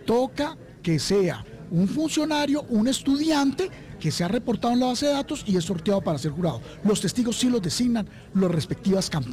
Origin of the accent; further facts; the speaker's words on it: Colombia; no le echemos la culpa a la policía, somos nosotros los colombianos